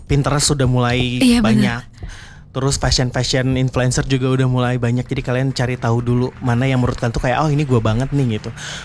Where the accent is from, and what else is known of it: Subang, West Java, Indonesia; born there; now in Bandung, Indonesia